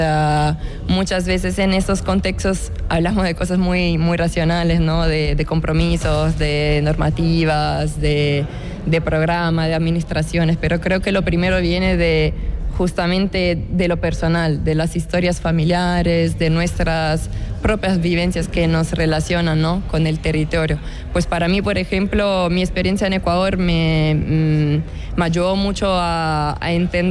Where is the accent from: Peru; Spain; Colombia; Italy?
Italy; Adriatic coast; Spanish is a second language; tengo 26 años y soy de Italia. Vengo de un pueblo muy chiquito en la costa este, en la costa adriática de Italia.